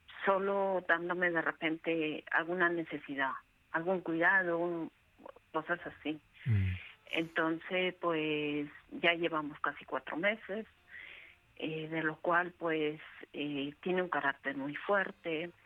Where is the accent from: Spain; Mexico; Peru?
Peru; moved away